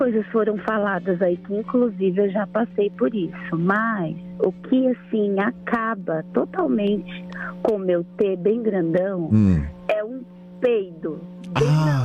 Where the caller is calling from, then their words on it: Brazil; Sou do Capão Redondo.